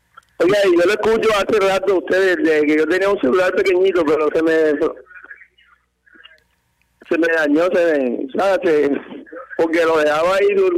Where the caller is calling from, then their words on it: Sabanalarga, Atlántico, Colombia; Yo soy de Sabana Larga y soy comerciante.